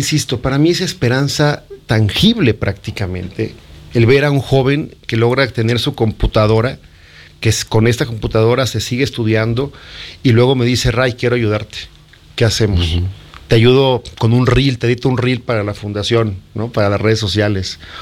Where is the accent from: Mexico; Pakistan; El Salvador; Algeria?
Mexico; Zacatecas; Yo crecí en Zacatecas, igual que tú, donde podíamos jugar en la calle sin mayor problema.